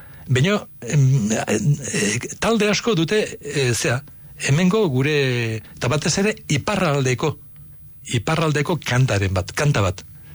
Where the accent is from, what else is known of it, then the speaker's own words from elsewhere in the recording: Basque Country, Spain; esango dute, kontxo, nongo zea espainola eta ez, euskalduna naiz.